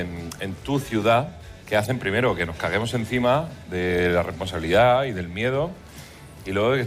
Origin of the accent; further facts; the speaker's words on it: Murcia, Region of Murcia, Spain; Lo que pasa en Murcia es que no nos esforzamos por ser algo que no somos, simplemente nos curte así nuestro sitio y así somos.